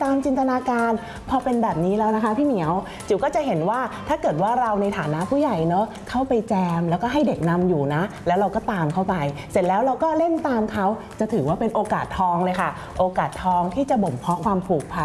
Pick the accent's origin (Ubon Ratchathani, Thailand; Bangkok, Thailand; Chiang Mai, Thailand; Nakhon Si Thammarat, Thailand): Bangkok, Thailand; born or raised there